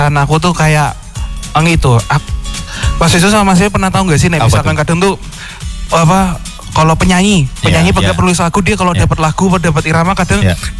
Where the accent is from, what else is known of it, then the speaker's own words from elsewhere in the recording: Semarang, Central Java, Indonesia; accent: Semarang; orang kan udah tahu nih misalkan aku orang Semarang.